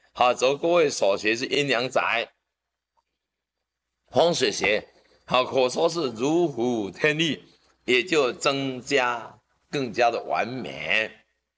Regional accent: Taiwan; 我们台湾人

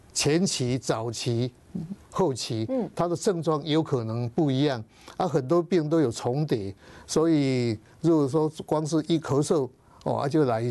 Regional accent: Taiwan; 我们台湾话讲嘛

